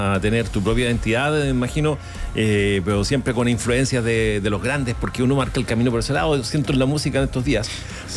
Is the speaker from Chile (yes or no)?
yes; San Fernando, O'Higgins, Chile; Yo sé que desde el sur, cerca de San Fernando, mi tierra.